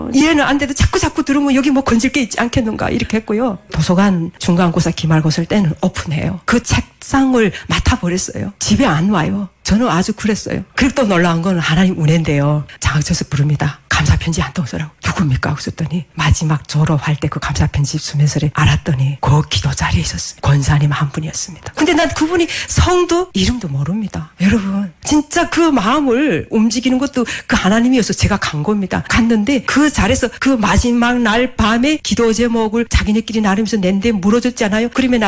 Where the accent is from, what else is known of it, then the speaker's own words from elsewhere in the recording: North Korea; 아 그래서 내가 나는 북한에서 왔다고 이랬어요.